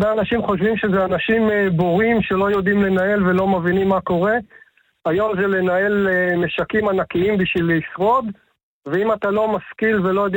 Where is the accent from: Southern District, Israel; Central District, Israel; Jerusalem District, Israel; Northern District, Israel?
Northern District, Israel; Kfar Yehoshua; אני נשוי עם 4 ילדים, נולדתי וגדלתי בכפר יהושע.